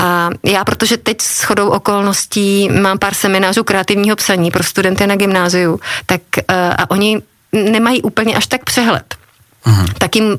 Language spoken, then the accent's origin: Czech; Hradec Králové, Hradec Králové Region, Czechia; also born or lived in Ústí nad Orlicí / Česká Třebová; já jsem to dětství strávila víceméně v Hradci Králové. Já jsem v České Třebové, tak porodnice je v Ústí nad Orlicí, tak v České Třebové jsme žili asi do mých 4 let